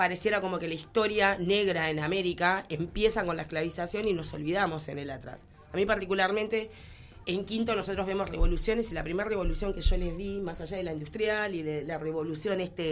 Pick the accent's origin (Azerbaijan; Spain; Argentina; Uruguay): Argentina; Quizás para nosotros, como país Argentina, sí.